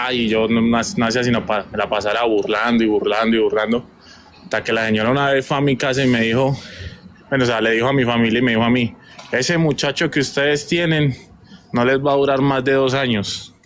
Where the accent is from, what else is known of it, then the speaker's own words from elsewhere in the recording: Llanos Orientales, Colombia; now in Bogotá, Colombia; Yo soy oriundo de los Llanos Orientales, pero en este momento vivo en Bogotá.